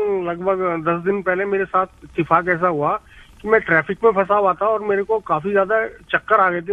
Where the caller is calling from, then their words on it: Meerut, Uttar Pradesh, India; मैं मेरठ से बोल रहा हूँ